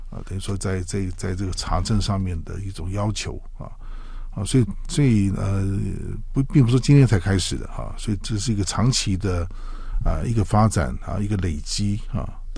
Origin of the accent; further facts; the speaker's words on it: Taiwan; 甚至包括我们台湾人啊